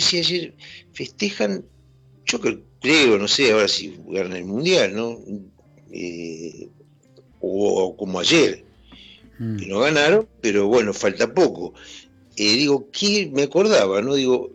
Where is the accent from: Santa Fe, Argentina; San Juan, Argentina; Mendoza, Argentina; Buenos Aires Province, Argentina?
Santa Fe, Argentina; Rosario